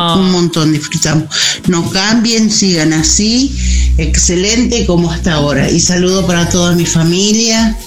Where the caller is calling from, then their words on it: Totoras, Santa Fe, Argentina; de Totoras